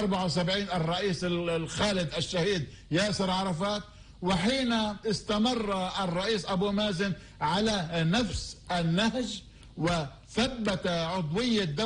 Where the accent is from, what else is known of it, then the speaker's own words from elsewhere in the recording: Palestine; شعبنا الفلسطيني